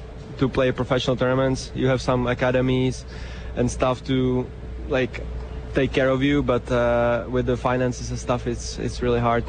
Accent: Prague, Czechia; I'm from Prague. Czech.

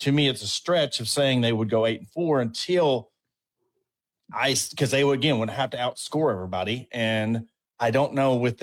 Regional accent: Arkansas, United States; because we're from Arkansas, we're Arkansas podcast.

